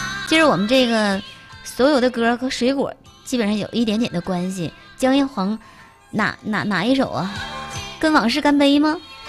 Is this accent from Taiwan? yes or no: no; Jinzhou, Liaoning, China; 就不住在铁合金了。在小的时候都是在铁合金那片儿的